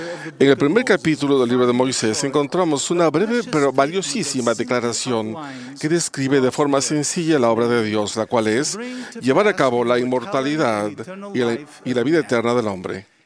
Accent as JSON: {"language": "Spanish", "country": "Portugal", "tie": "born or raised there", "said": "En Portugal, mi país natal, por ejemplo, durante el período de descubrimientos del siglo XV"}